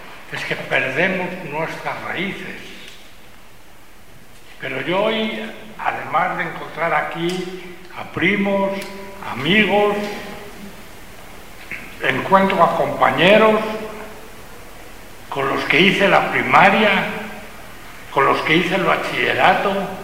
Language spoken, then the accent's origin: Spanish; Spain; Pero los que somos naturales de España, podemos quedar unos 200 o algo por el estilo, no más.